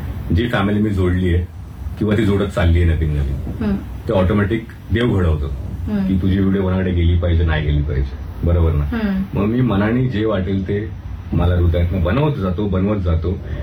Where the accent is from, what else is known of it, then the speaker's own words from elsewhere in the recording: Mumbai, Maharashtra, India; मी त्या तिथून त्या लालबागपासून आलोय, मी त्या एरियातनं असं आलोय